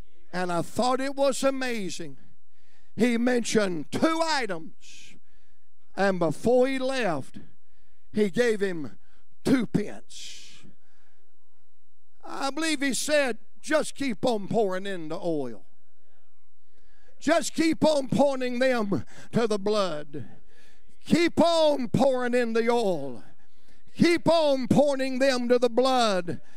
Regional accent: Virginia, United States; But I was raised in the Blue Ridge Mountains of Virginia.

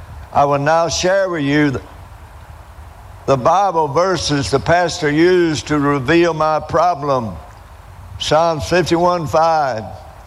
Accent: Eufaula, United States; I was from Eufaula.

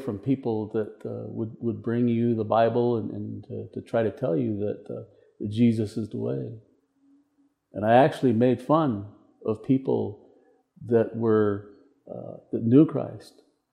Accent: Tuba City, Arizona, United States; moved away; I'm from the Navajo tribe, originally from Tuba City, Arizona.

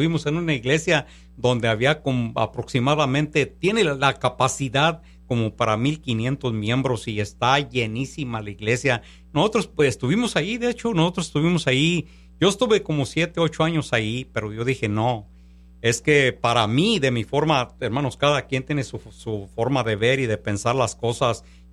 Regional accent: Panindícuaro, Michoacán, Mexico; ir para allá, para mi ranchito, para mi pueblo querido, hermano. Yo soy de Michoacán, de Panindícuaro, Michoacán

